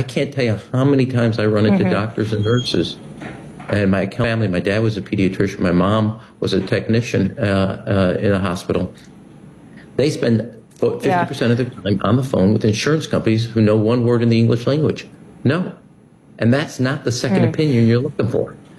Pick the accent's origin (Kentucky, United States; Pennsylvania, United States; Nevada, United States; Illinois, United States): Illinois, United States; Chicago; And I'm from Chicago.